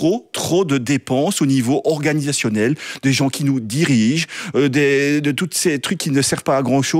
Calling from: Wallonia, Belgium; je suis wallon

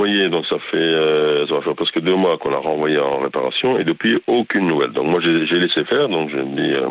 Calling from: Virton, Wallonia, Belgium; Et moi, je suis de Virton

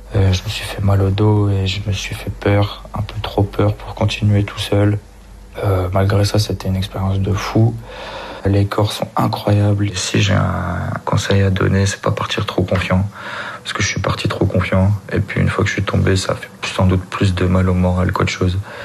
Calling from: Tournai, Wallonia, Belgium; j'ai 27 ans, j'habite à Tournai, je suis boulanger.

